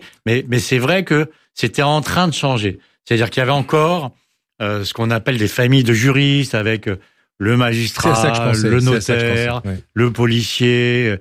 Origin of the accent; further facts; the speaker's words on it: Versailles, Île-de-France, France; also born or lived in Paris; On était à Versailles, j'ai passé mon enfance en Versailles. Alors c'est vrai que quand j'étais à l'école à Versailles … parce que j'avais passé ma petite enfance à Paris.